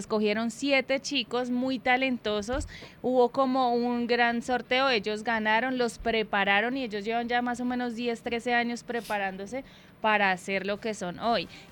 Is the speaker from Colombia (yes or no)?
yes; Colombia; esto es algo sensacional para nosotros como colombianos